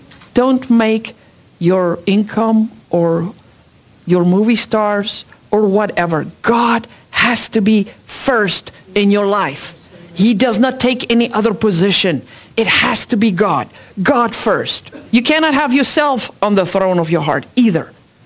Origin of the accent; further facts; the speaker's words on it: South Africa; English is a second language; moved away as an adult; because I'm an immigrant from South Africa, and when my kids were little, it was very lonely. I couldn't speak English that well